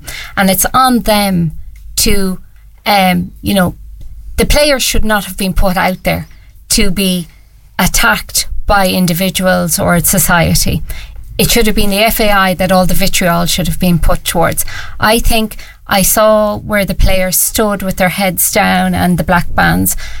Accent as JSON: {"language": "English", "country": "Ireland"}